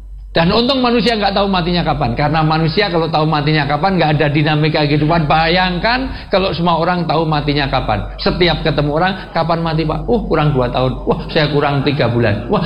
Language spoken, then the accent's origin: Indonesian; Java, Indonesia; saya asli orang Jawa.